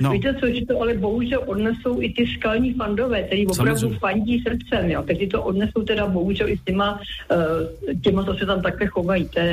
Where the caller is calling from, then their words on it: Plzeň, Plzeň Region, Czechia; já jsem sice Plzeňačka